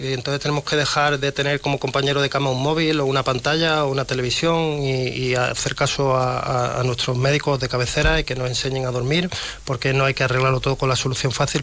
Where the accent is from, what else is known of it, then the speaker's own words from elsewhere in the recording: Andalusia, Spain; Yo soy andaluz